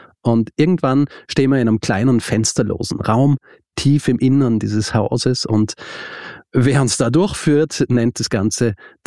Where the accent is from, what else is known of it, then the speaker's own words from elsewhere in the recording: Austria; Genau, kein Radio und ich bin Österreicher